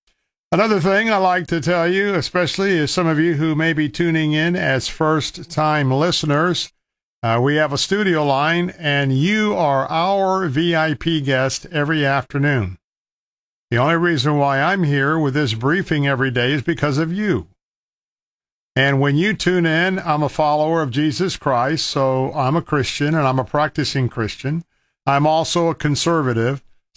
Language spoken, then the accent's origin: English; Tampa, Florida, United States; Tampa, Florida, my hometown